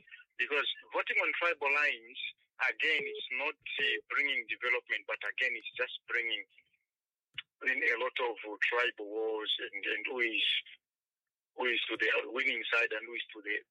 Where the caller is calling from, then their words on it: Kitwe, Copperbelt, Zambia; I'm calling from Kitwe.